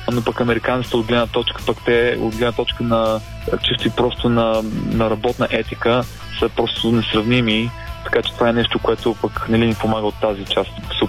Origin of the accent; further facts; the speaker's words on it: Plovdiv, Plovdiv Province, Bulgaria; moved away; все пак израснах като фен на Левски, като дете, въпреки че съм от Пловдив.